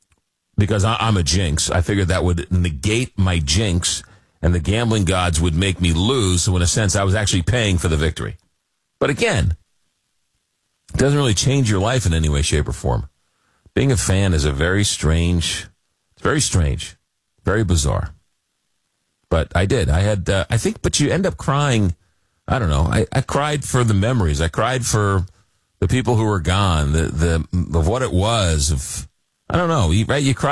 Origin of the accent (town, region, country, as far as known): Long Island, New York, United States; born or raised there